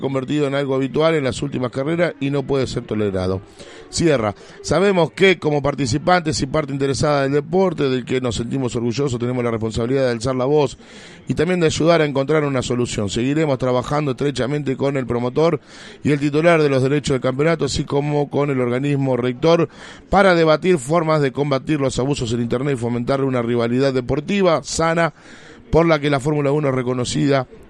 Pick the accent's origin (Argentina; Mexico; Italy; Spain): Argentina; Vivimos, y hablo de Argentina